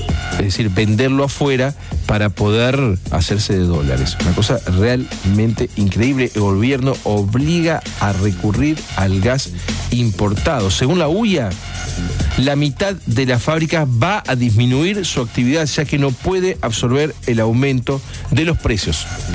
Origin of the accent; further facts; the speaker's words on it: Paraná, Entre Ríos, Argentina; a mí, a todos los que somos de Paraná